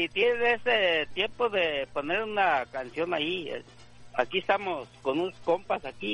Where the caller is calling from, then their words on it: Selma, California, United States; acá de Selma.